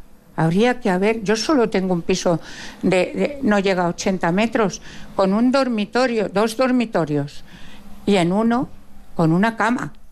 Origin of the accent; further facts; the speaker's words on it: La Puebla de Almoradiel, Castilla-La Mancha, Spain; born there; nos íbamos a dedicar a viajar y a venir a la Puebla, donde yo tengo una casa. Yo nací en la Puebla de Almoradiel.